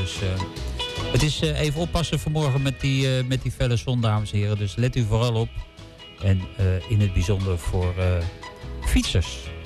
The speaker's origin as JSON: {"language": "Dutch", "town": "Vaassen", "region": "Gelderland", "country": "Netherlands", "said": "Ik kom uit Vaassen."}